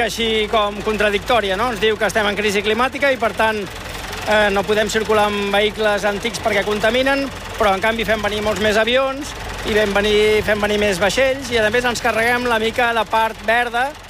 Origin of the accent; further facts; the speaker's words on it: El Prat de Llobregat, Catalonia, Spain; Bueno, perquè som del Prat i a nosaltres ens afecta directament per la part que afecta els terrenys agrícoles.